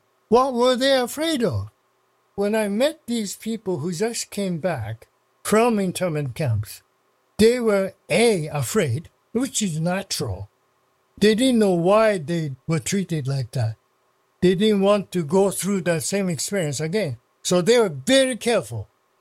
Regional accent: Canada; I'm a Canadian, and I listened to my parents and grandparents. They were treated like enemies.

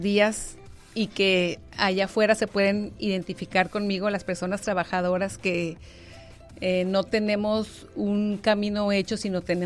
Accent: Tijuana, Baja California, Mexico; also born or lived in Querétaro; Estudié la primaria en el Colegio La Paz, en Tijuana. Uh-huh. La secundaria también. En la prepa estuve fuera de Tijuana. Mi familia nos fuimos a Querétaro. Y okay. Luego regresé a la universidad y aquí estudié en la UABC.

